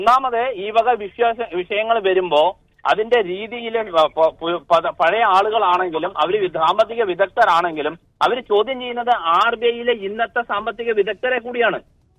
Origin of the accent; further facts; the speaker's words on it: Palakkad, Kerala, India; അപ്പൊ ഞാൻ പാലക്കാട്ടുകാരനാണ്.